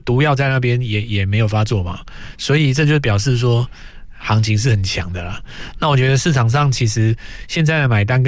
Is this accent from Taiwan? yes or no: yes; Taiwan; 那再来就是我们台湾这边的问题了